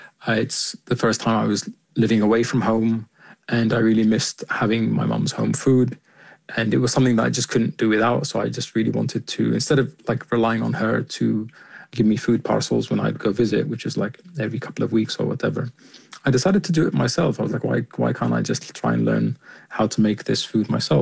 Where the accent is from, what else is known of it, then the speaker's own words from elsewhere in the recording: Sudan; also born or lived in United Kingdom; Yeah, I guess they were quite different because in Sudan, we all lived in like a large house together.